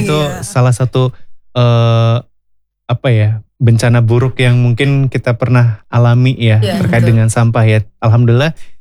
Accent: Banyumas, Central Java, Indonesia; kita sebagai warga Banyumas

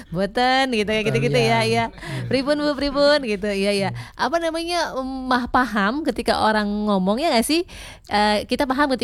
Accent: Bogor, West Java, Indonesia; moved away as an adult; Aku kan juga sebenarnya orang luar. Jadi tuh aku perantau dari Jawa Barat. Dari Bogor waktu itu pertama kali kesini.

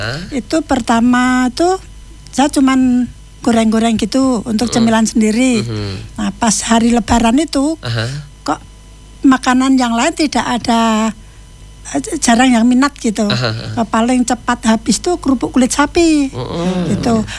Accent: Yogyakarta, Special Region of Yogyakarta, Indonesia; moved away as an adult; now in Sintang, Indonesia; asli dari Jogja.

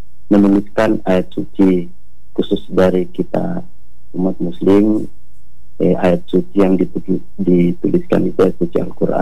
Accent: East Nusa Tenggara, Indonesia; born there

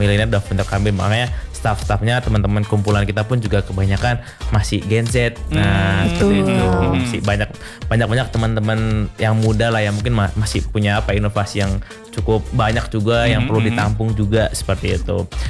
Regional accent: Banyuwangi, East Java, Indonesia; moved away as an adult; now in Bali, Indonesia; Terus juga aku sebenarnya asli dari Banyuwangi, dari Jawa.

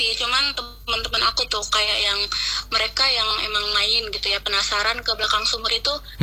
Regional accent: Subang, West Java, Indonesia; born there; moved away as an adult; now in Banten, Indonesia; asal aku dari Subang, Jawa Barat, Kak. Kebetulan aku lahiran sini, tapi tinggalnya di Subang dan sekarang kuliah di sini gitu.

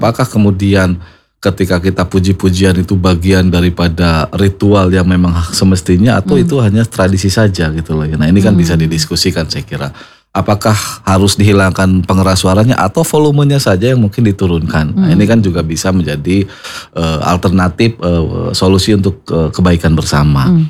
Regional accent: Java, Indonesia; Karena saya juga dari Jawa Mbak.

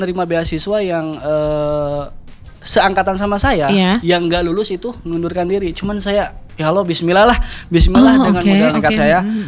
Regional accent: Garut, West Java, Indonesia; moved away; asal saya dari Garut. Garut, ngerantau ke sini kuliah.

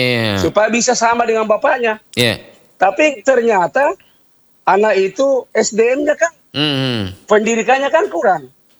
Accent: South Sulawesi, Indonesia; Kita orang Sulsel.

